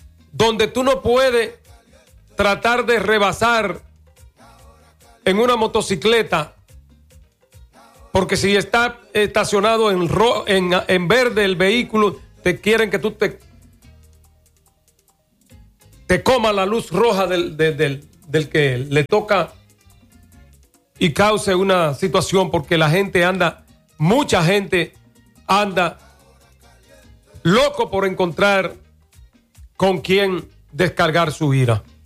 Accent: Dominican Republic; nosotros como dominicanos, como gente que tiene que vivir en esta generación

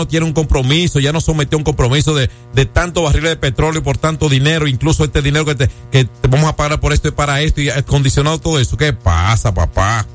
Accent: Dominican Republic; yo me siento bien como dominicano

